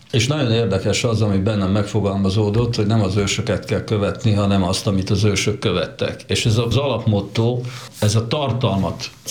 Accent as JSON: {"language": "Hungarian", "country": "Hungary", "tie": "born there", "said": "én ide születtem Magyarországra"}